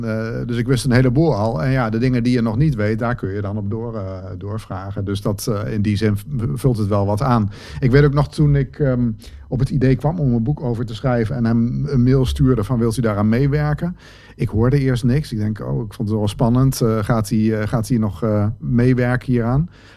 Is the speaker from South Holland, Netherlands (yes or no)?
no; Zwolle, Overijssel, Netherlands; Ik ben een schrijver uit Zwolle.